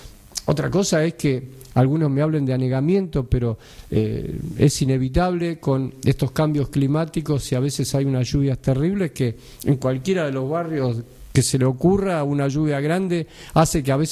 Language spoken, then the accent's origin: Spanish; Boulogne Sur Mer, Buenos Aires Province, Argentina; born there; nací en Boulogne. Uh-huh. Sigo teniendo actividad en Boulogne, está la casa de mis padres en, uh-huh, Boulogne, quiero muchísimo Boulogne